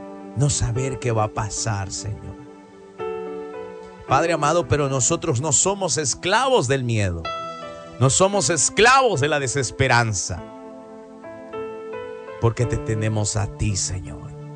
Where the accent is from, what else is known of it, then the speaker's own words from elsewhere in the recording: Ecuador; Vivi, Dios le bendiga, somos de Ecuador.